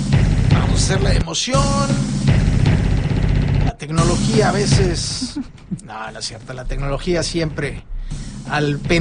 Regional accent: Monterrey, Nuevo León, Mexico; Que viva Monterrey. Sí. La verdad, orgulloso de nuestra tierra.

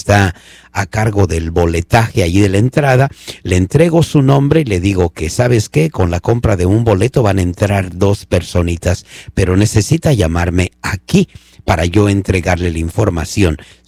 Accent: Mexico; now in Fresno area, United States; yo soy mexicano

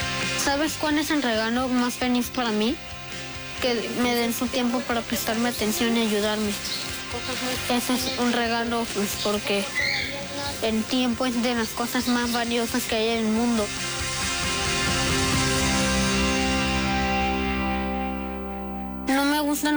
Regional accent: Tijuana, Baja California, Mexico; Tengo 10 años y yo soy de la Sánchez Taguada de Tijuana.

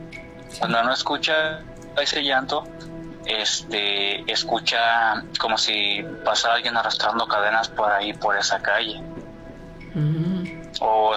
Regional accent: La Barca, Jalisco, Mexico; porque de recuerdo soy de allá de La Barca, Jalisco, es un pueblo que está aquí como a hora y media de aquí de Guadalajara.

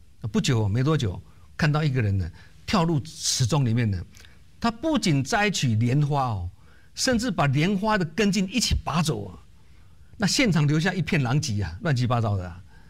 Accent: Keelung, Taiwan; 以前我小时候呢，我老家是在基隆，那基隆各位都知道郊外有一个滨海公路嘛，沿海有很长的很长的海岸线，依山傍水啊，一边是山一边是水啊，海景秀丽啊。

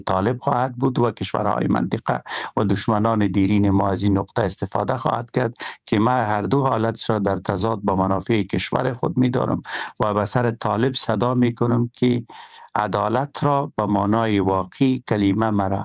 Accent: Afghanistan; ما از کشور هستین، افغان هستین

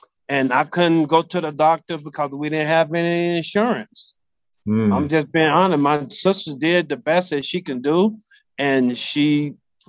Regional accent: Jonestown, Mississippi, United States; I'm from Jonestown, Mississippi, a population of 1,000 people. Jonestown is approximately an hour south of Memphis, Tennessee.

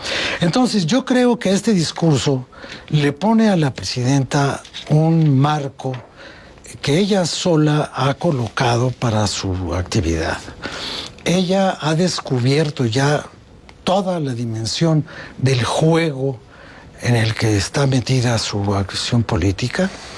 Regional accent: Mexico; bueno, como mexicano, obviamente que me emocionó hasta casi las lágrimas

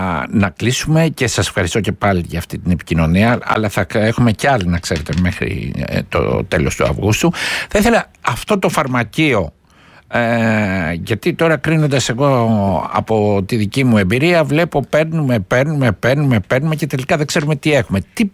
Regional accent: Greece; Μην ξεχνάμε, γιατί ως Έλληνες κρύβουμε και ένα μικρό γιατρό μέσα μας, έτσι.

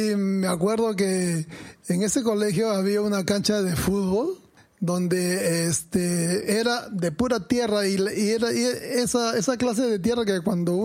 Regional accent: Chaclacayo, Lima, Peru; Sí, yo siempre he vivido en Chaclacayo, nací ahí, toda mi infancia la crecí ahí en el barrio, tuve una infancia muy humilde.

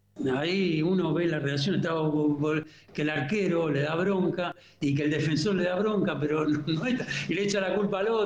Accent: Argentina; a mí me alegra como argentino

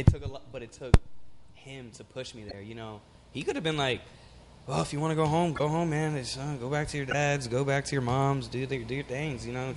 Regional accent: Florida, United States; now in New York, United States; I am from Florida.

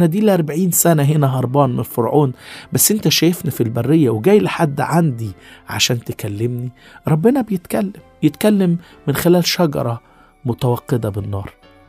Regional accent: Egypt; عندنا في مصر هنا

